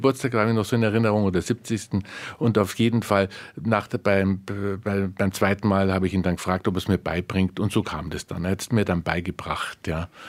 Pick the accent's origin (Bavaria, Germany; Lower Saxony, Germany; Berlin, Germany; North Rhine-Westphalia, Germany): Bavaria, Germany; Munich; now in Wörthsee, Germany; Also ich bin Münchner und ich lebe am Wörthsee.